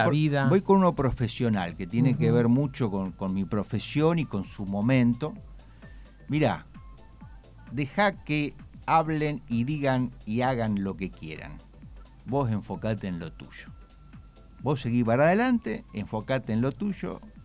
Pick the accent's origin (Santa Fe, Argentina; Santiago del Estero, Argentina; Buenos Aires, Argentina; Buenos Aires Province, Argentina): Santa Fe, Argentina; San Lorenzo; also born or lived in Rosario; Yo nací en Rosario, pero mis padres vinieron cuando yo tenía 4 años y se radicaron en San Lorenzo, a los 4 años. Mi pasado en Rosario no lo recuerdo.